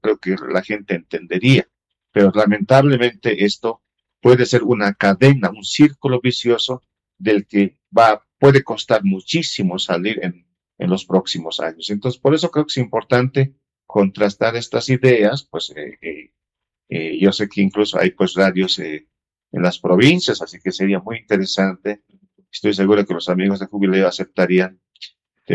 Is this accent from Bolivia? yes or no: yes; Bolivia